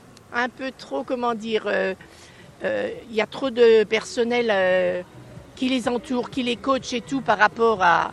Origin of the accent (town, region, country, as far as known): Pays de la Loire, France